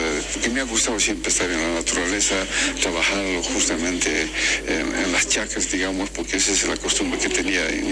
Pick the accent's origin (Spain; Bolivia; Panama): Bolivia; Catavi, Potosí; soy oriundo de Catavi, ¿no? Soy hijo de minero, he radicado en mi infancia acá en el distrito de Minero, Catavi, he estado hasta llegar a ser bachiller